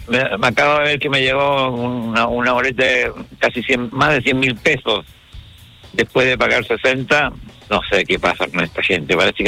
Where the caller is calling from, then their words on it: Viña del Mar, Valparaíso, Chile; Vivo en Viña del Mar, en la calle Álvarez con Quinta.